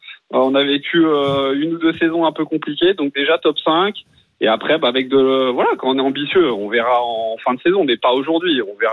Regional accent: Rennes, Brittany, France; Alors, en tant que Rennais, bah, ça reste quand même pour moi.

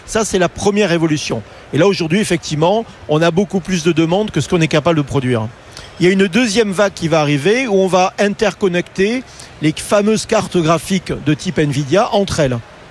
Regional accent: France

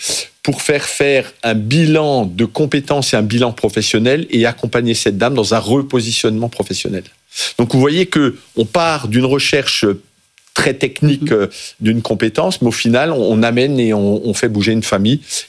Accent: Grand Est, France; moi je suis particulièrement fier en tant qu'Alsacien de cet aéroport

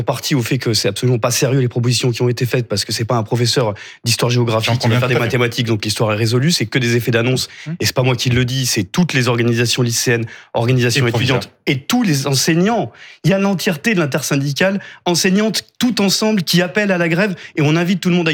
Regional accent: Auvergne-Rhône-Alpes, France; Je suis d'Auvergne

